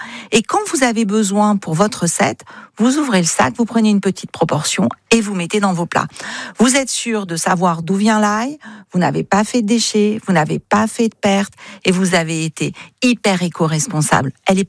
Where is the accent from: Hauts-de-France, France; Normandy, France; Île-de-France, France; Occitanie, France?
Occitanie, France; Il faut rappeler qu'en fait, chez nous, en Occitanie, on a 3 eaux remarquables.